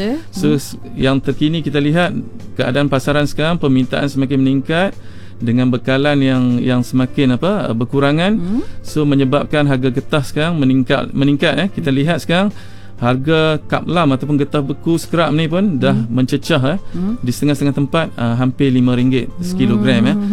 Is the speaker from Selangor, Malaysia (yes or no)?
no; Kedah, Malaysia; Bukanlah sebab saya asal orang Kedah, kita buat program ni kat Kedah.